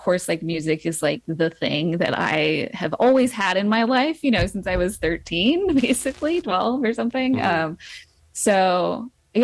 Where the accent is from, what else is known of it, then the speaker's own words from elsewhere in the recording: Burbank, California, United States; born there; also born or lived in Santa Barbara, California; now in Lompoc, United States; I was actually born in Santa Barbara, and then I grew up partially in Burbank. And then yeah, I've been here for like 20 years.